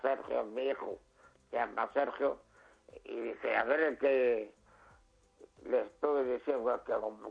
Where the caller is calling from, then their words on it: Madrid, Community of Madrid, Spain; yo vivía con mis padres en el barrio Salamanca. Mi padre era militar y estábamos en los pisos militares.